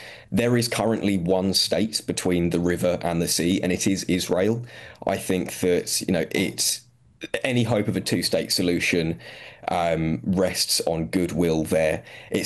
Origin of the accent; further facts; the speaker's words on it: United Kingdom; I'm not a flag-waving Palestinian nationalist. I don't really care. I'm British. I love English culture.